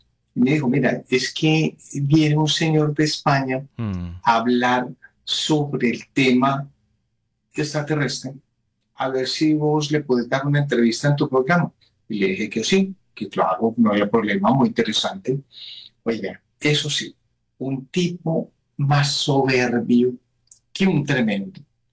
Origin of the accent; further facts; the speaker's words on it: Medellín, Antioquia, Colombia; No, en Medallo.